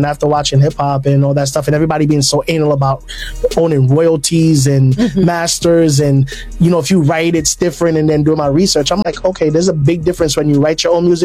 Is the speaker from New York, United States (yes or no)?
yes; Bronx, New York, United States; born or raised there; also born or lived in Jamaica